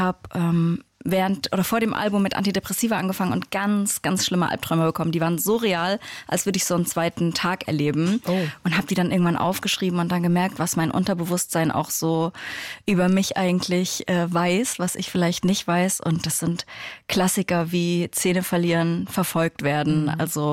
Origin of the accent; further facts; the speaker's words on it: Leipzig, Saxony, Germany; ja so 89 geboren und habe mich sehr zeitig mit Musik beschäftigt. Aber das kam erstmal über meine Eltern. Wir kommen aus Leipzig